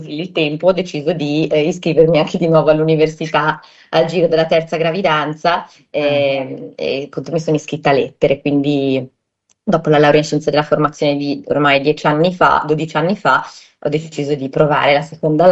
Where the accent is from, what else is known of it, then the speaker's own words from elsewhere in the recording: Genoa, Liguria, Italy; perché certo sono cresciuta a Genova, però gli interessi per qualcosa di diverso invece penso ci sia sempre un po' stato dai racconti in famiglia